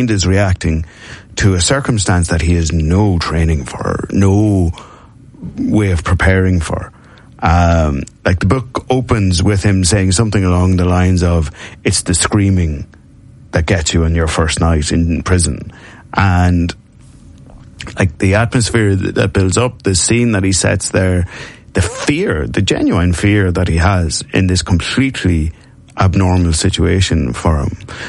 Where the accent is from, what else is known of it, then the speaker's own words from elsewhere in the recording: Ulster, Ireland; I cared about boxing a bit because I was from Monaghan and Barry McGuigan was world champion